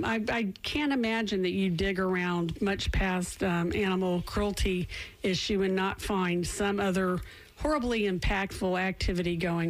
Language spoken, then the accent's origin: English; the South, United States; I'm from the South